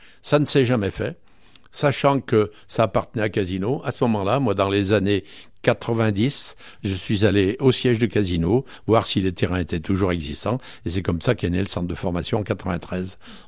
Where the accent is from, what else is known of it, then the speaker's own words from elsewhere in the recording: L'Étrat, Auvergne-Rhône-Alpes, France; born there; Non, je suis né ici à l'Étrat.